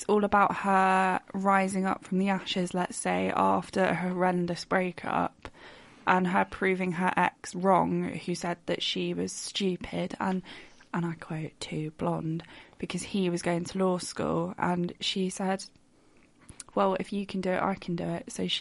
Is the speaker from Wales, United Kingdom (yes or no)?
no; Kent, South East England, United Kingdom; I'm from Kent